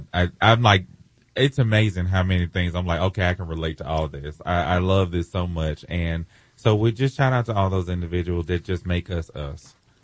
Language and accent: English; Mississippi, United States; now in Kansas City, United States; I'm from Mississippi.